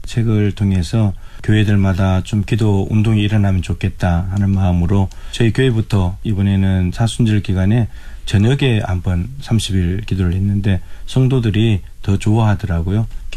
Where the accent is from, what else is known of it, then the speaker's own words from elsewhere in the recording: Suncheon, South Jeolla, South Korea; 저는 전라남도 순천에서 왔고요.